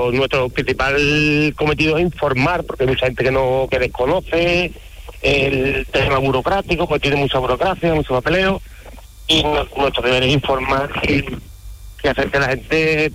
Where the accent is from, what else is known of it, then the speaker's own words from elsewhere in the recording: Vejer de la Frontera, Andalusia, Spain; Soy un Bejer de la Frontera, un maravilloso pueblo aquí de la provincia de Cádiz.